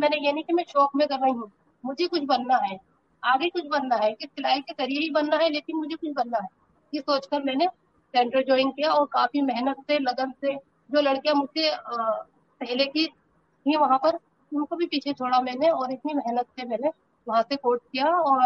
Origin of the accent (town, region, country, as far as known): Rampur, Uttar Pradesh, India